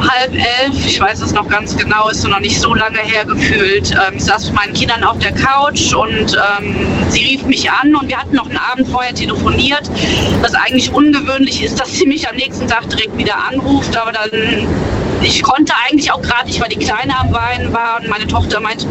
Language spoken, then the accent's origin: German; Hennef, North Rhine-Westphalia, Germany; Hennef. Ich komme aus Hennef.